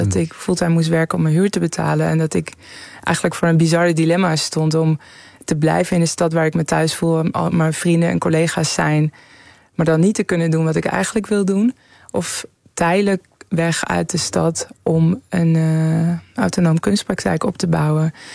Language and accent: Dutch; Tehran, Tehran Province, Iran; also born or lived in Enschede / Amsterdam; now in Netherlands; wij waren daar naar Nederland gekomen. Ik kwam uit een grote stad. Ik ben opgegroeid in Teheran.